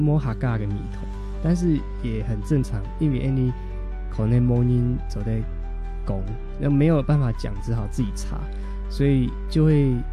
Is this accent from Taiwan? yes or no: yes; Miaoli County, Taiwan; moved away as an adult; 所以我是离开了苗栗到台南读书